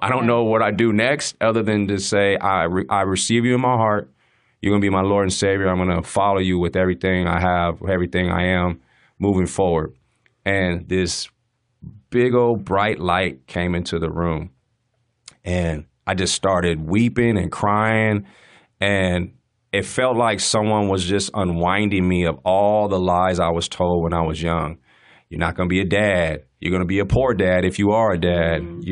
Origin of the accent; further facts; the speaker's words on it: San Diego, California, United States; Growing up in California, in San Diego.